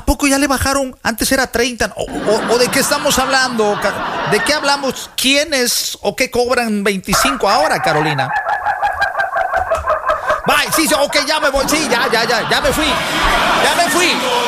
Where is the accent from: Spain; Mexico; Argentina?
Mexico; Veracruz; Yo soy de oro. Yo soy jarocho.